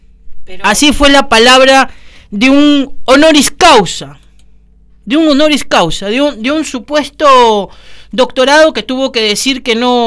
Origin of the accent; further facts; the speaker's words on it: Argentina; Sí, soy argentino. Tengo nacionalidad argentina.